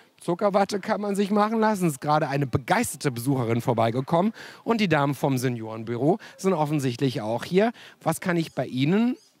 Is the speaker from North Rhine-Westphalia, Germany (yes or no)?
yes; Cologne, North Rhine-Westphalia, Germany; komme ja aus Köln.